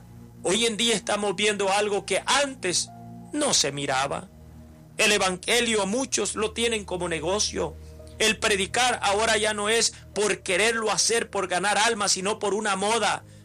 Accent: El Salvador; yo soy originario del Salvador, 100% salvadoreño

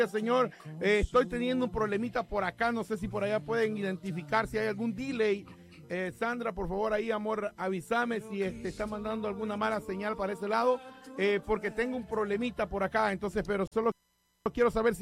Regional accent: El Salvador; tenemos un casi compatriota, casi compatriota. Somos del mismo lugar y vamos para el mismo lugar. Somos de El Salvador

